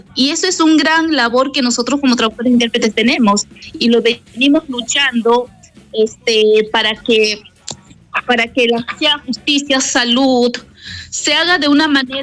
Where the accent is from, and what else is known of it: Awajún area, Peru; Spanish is a second language